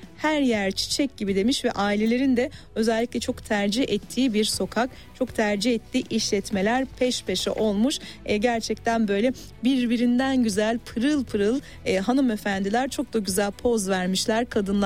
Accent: İzmir, Turkey; İzmir'in memleketim.

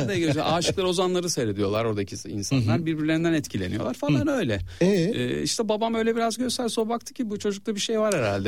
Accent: Istanbul, Turkey; born there; Tabii İstanbul, Üsküdar doğumluyum ben.

